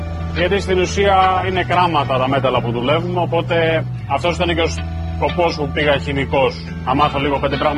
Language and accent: Greek; Paramythia, Epirus, Greece; also born or lived in Ioannina; είμαι καμπαναποιός και βρίσκομαι στην Παραμυθιά της Πρωτείας. Μεγάλωσα εδώ στην Παραμυθιά.